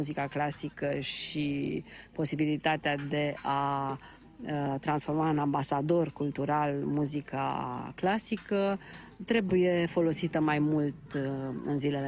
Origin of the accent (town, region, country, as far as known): Romania